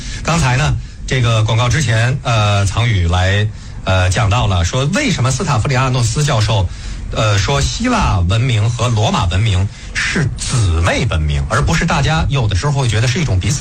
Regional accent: Beijing, China; 我会说我是北京人

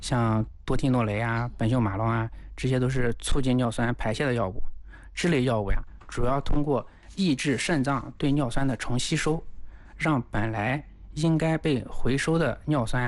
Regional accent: China

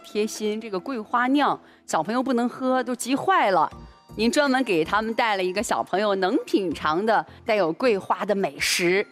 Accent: northern China, China; 作为一个北方人真的特别羡慕你们，就是每家门前都有桂花树

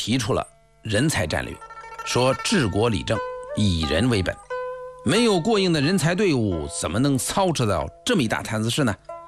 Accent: Hebei, China; 我们河北人董仲舒

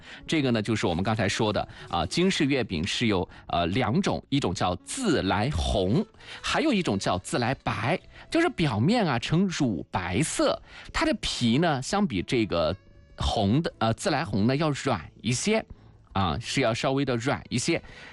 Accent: China; 我们中国人

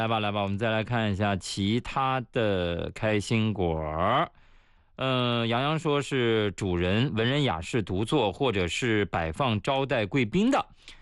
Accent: China; 作为一个中国人，感觉到很骄傲啊！

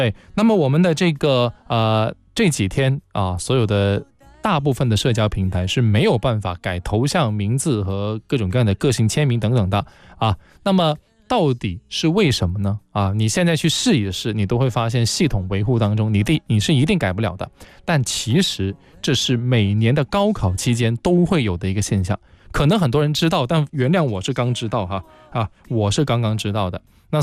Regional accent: Guangzhou, Guangdong, China; 我是广州人来噶

